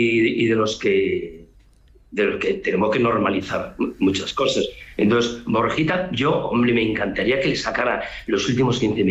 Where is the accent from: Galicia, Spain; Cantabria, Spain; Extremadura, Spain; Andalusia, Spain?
Galicia, Spain; Yo soy muy de Celta porque, a ver, yo soy muy gallego y me encanta que el Depor esté en primera.